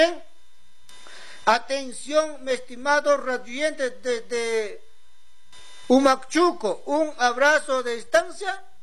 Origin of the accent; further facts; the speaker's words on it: Mancos, Ancash, Peru; Yo soy de Mancos.